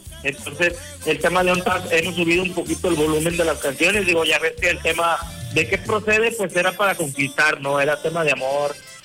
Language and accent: Spanish; Monterrey, Nuevo León, Mexico; somos de Monterrey y tenemos muy arraigado eso, pero también en Monterrey y toda la área de Coahuila, pues tenemos muy arraigado el tejano